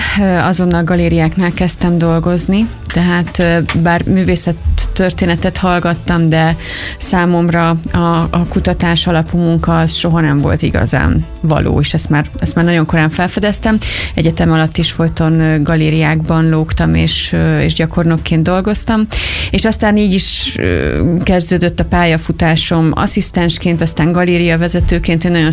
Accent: Budapest, Hungary; moved away as an adult; now in Debrecen, Hungary; én budapesti születésű vagyok, mindig is itt éltem

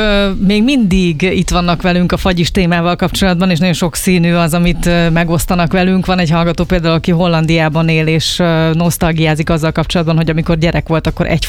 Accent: Decs, Tolna, Hungary; én pedig Decsről származom, a két települést egy falu választja el, Őcsény.

